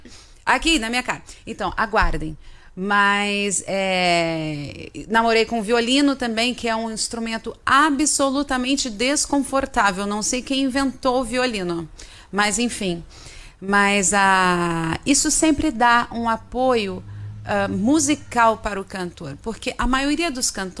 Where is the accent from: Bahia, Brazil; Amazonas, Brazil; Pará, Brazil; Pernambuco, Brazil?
Pará, Brazil; Belém; also born or lived in Rio de Janeiro; Sou de Belém, do Pará